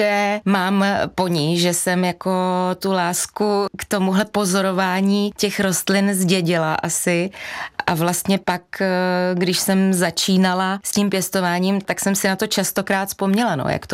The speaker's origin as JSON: {"language": "Czech", "town": "Mělník", "region": "Central Bohemian Region", "country": "Czechia", "tie": "born or raised there", "also_born_or_lived": "Benešov / Myšlín", "moved": "yes", "lives_now": "Podkrkonoší, Czechia", "said": "Narodila jsem se tam v porodnici, pak jsem žila 4 roky na statku v Myšlíně a pak jsem se přestěhovala do toho Mělníka zmíněného."}